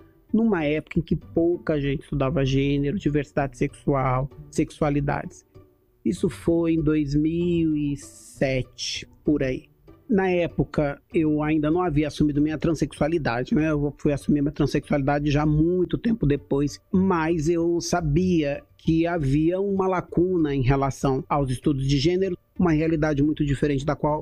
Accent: Osasco, São Paulo, Brazil

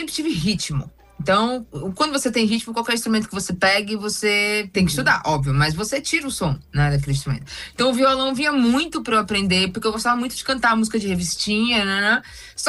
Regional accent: Salvador, Bahia, Brazil; nascida no bairro do Bonfim, né? Eu fiz a música … em homenagem a esses bairros. Eu nasci no Bonfim ali.

